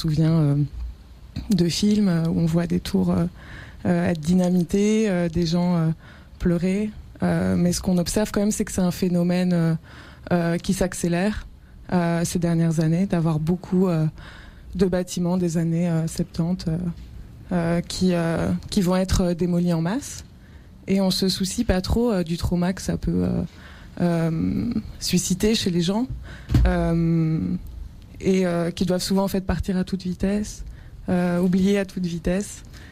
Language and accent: French; Paris, Île-de-France, France; Parce que moi, je ne viens pas de Bruxelles, je viens de Paris.